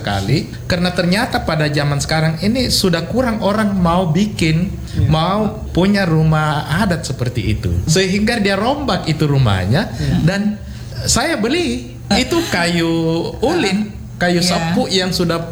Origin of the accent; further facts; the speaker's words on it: Makassar, South Sulawesi, Indonesia; kita sebagai, uh-huh, orang Makassar